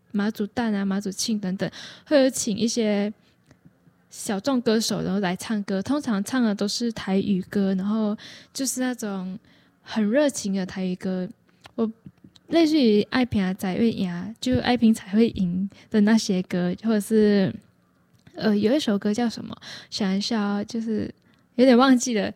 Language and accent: Chinese; Malaysia; now in Taiwan